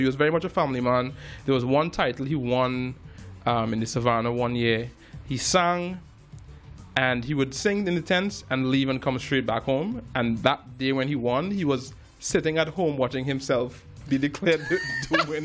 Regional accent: Port of Spain, Trinidad & Tobago; moved away as an adult; also born or lived in United States; now in Toronto, Canada; I grew up in Belmont, Trinidad. I grew up around culture. Grew up, a 50-minute walk to the Savannah.

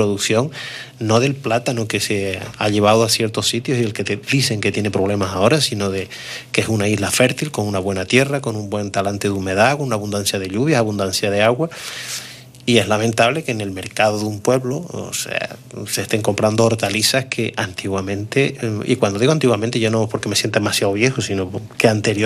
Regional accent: La Palma, Canary Islands, Spain; born or raised there

